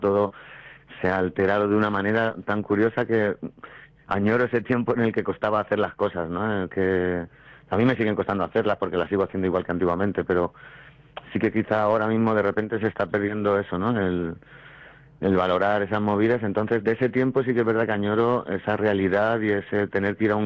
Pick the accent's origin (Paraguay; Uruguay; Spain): Spain; Elche, Valencian Community; yo soy muy de haber vivido esa fiesta de mi pueblo, ¿no? Yo soy una pedanía en Matola.